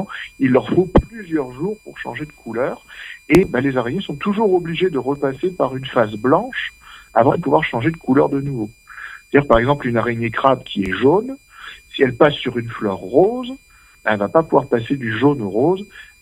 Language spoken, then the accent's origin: French; France; Chez nous, en France